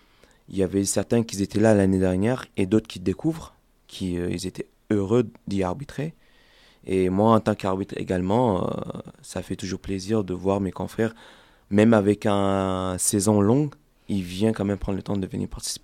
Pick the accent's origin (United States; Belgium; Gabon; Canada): Gabon; Donc, en tant que Gabonais, je pense à lui, je le chambre toute la soirée